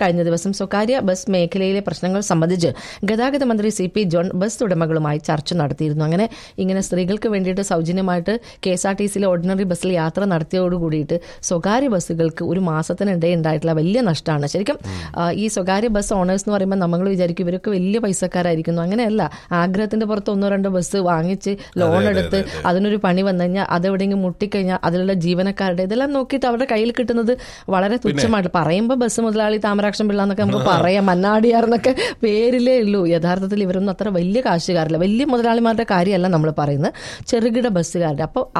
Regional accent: Kerala, India

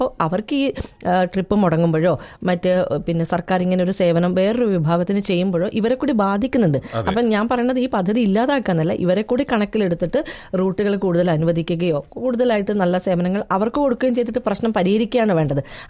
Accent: Kerala, India

